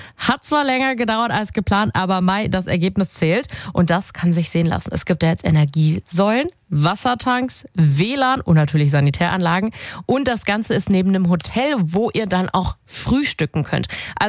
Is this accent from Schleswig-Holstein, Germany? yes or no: no; Saxony, Germany; Und vor allem, wie schön ist es, den sächsischen Tourismus als Sachse stärken zu können.